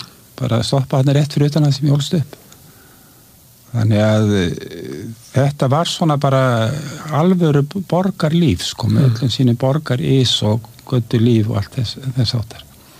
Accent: Reykjavik, Capital Region, Iceland; Þegar ég sko var að alast upp hérna í Reykjavík, þá var sko þetta mjög þétt borg.

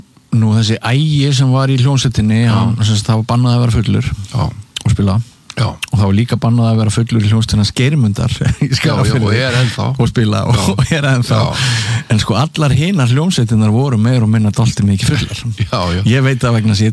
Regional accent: North Iceland, Iceland; sko, ég er að norðan

